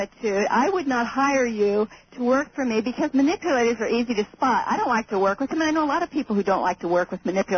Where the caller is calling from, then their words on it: Salem, Oregon, United States; I'm calling from Salem, Oregon.